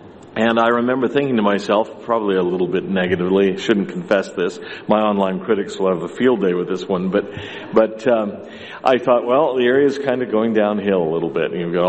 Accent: California, United States; Growing up in Southern California, I noticed there were a lot of places where there were tall palm trees lined up in double rows

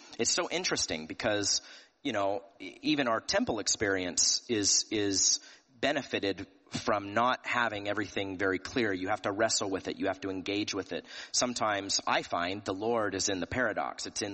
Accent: Tennessee, United States; I'm from Tennessee.

